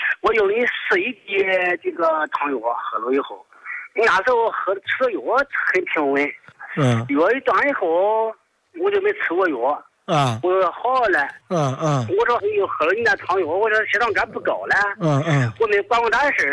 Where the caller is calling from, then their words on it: Heze, Shandong, China; 我是山东菏泽的。